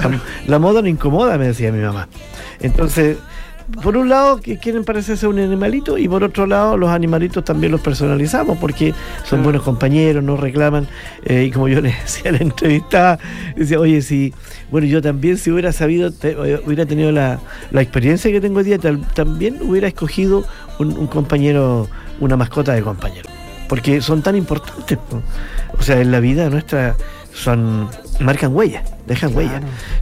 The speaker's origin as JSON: {"language": "Spanish", "country": "Chile", "said": "yo siempre digo que yo amo mi país, ya es bien chileno, me gustan las tradiciones, la comida, todo en mi país."}